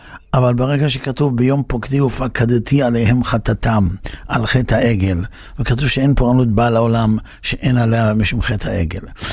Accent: Netanya, Central District, Israel; ואני גדלתי בנתניה שהייתה בירת הכדורגל וכולנו שיחקנו כדורגל שהיינו ילדים.

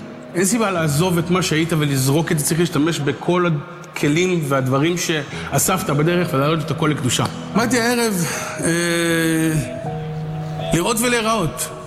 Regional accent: Ramla, Central District, Israel; born there; accent: American (when speaking English); בן 46, עוסק במוזיקה כבר מ-96. אני נולדתי בארץ

